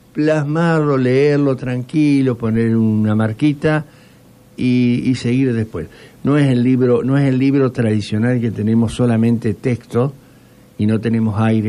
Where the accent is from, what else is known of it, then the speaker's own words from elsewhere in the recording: Santa Fe, Argentina; somos santafesinos